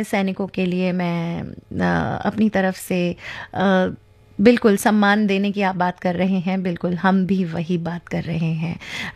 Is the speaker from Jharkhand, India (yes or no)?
no; Amravati, Maharashtra, India; अमरावती से हूँ और जुड़ी रहती हूँ एफएम रेनबो से